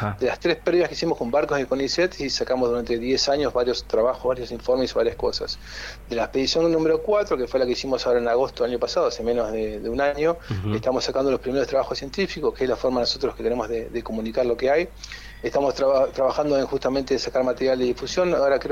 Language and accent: Spanish; Argentina; Entonces, como bueno, competitivos somos de Argentina, dijimos, bueno, primera expedición en Argentina, queremos llegar a 1.000.